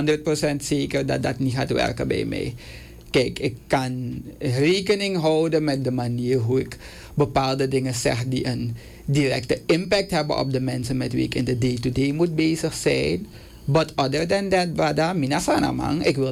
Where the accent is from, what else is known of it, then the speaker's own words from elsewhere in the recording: Suriname; Ik ben een Surinamer.